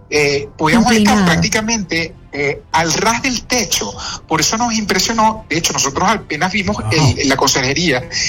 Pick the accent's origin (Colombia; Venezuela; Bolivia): Venezuela; Maturín, Monagas; yo soy de Oriente, soy de Maturín